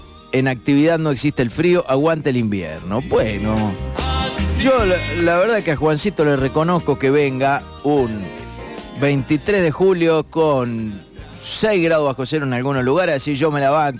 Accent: Argentina; Como somos los argentinos

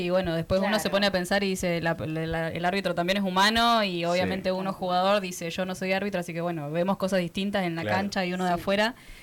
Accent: Rosario, Santa Fe, Argentina; now in Santa Cruz, Argentina; yo soy de otro lugar, soy de Rosario

